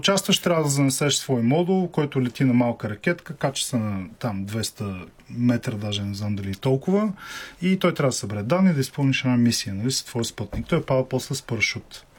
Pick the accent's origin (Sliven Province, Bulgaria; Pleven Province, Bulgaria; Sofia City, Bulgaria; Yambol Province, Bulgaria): Yambol Province, Bulgaria; аз съм от Ямбул